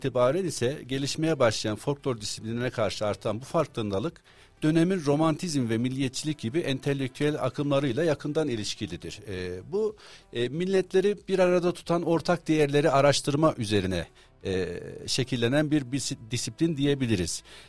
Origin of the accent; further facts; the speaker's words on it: Istanbul, Turkey; moved away as an adult; also born or lived in Divriği, Sivas (ancestral) / Sivas / Denizli; now in Bayburt, Turkey; ben aslen Sivas Divriğiliyim. İstanbul Sarıyer'de doğdum 1987 21 Mart'ında. Bütün öğrenim hayatım İstanbul'da geçti.